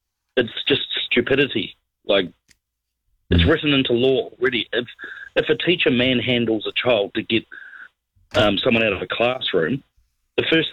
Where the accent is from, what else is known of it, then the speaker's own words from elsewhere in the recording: Christchurch, Canterbury, New Zealand; I mean, you know, I'm from Christchurch